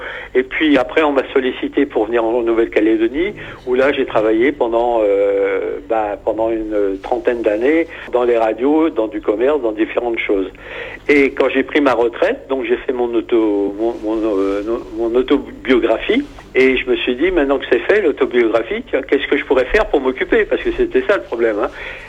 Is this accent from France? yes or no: yes; Perros-Guirec, Brittany, France; Et puis après, j'ai fait les Côtes d'Armor, puisque je suis des Côtes d'Armor, donc Perros-Guirec.